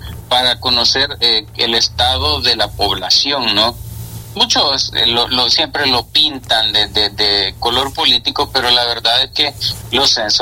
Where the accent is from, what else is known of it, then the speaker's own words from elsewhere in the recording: Honduras; nosotros como hondureños